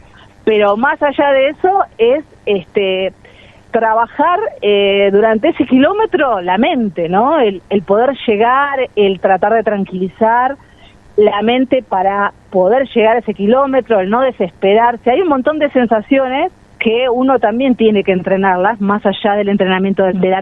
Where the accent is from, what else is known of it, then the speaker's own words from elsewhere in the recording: Argentina; que cantamos eso esas ganas de expresar que somos argentinos y que todo el mundo nos elogia